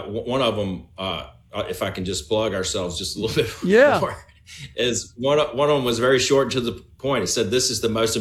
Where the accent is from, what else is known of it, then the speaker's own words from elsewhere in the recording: Mississippi Delta, United States; Here culturally, especially I'm from the Delta.